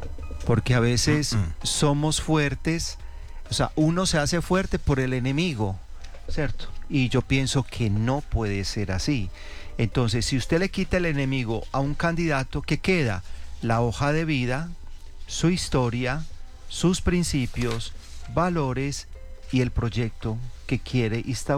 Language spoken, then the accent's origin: Spanish; Colombia; yo como colombiano